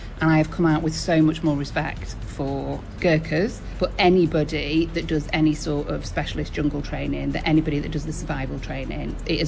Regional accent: Stockport, North West England, United Kingdom; I mean, I'm from Stockport, and it gets to about 18 and everybody's got a strappy top and some flip-flops on.

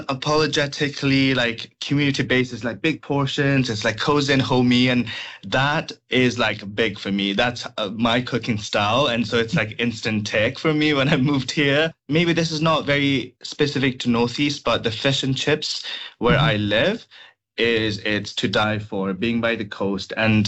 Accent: Dharan, Koshi Province, Nepal; infamous from where I am, my hometown Dharan

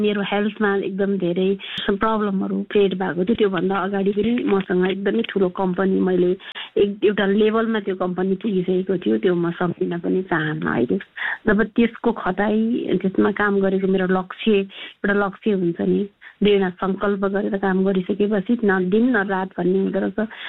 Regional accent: Gundu, Bagmati, Nepal; born there; म जन्मेको चाहिँ भक्तपुरको गुन्डु, अहिले जहाँ फेमस नै छ गुन्डु भन्ने ठाउँ।

